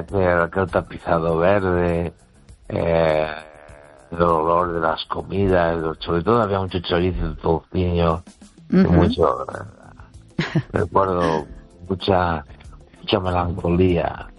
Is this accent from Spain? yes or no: yes; Galicia, Spain; Y mi pueblo está a unos 9 kilómetros o 8 de los Peares. Está en la base de la montaña.